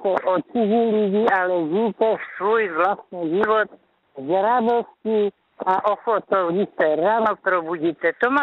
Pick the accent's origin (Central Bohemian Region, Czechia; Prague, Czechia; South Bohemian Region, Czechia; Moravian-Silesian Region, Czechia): Moravian-Silesian Region, Czechia; Krnov; now in Havířov, Czechia; celou svoji rodinu do Krnova, kde jsem se narodila